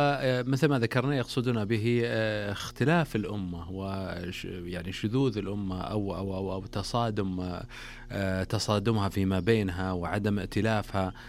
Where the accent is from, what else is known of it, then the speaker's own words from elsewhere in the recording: Saudi Arabia; عندنا هنا في المملكة العربية السعودية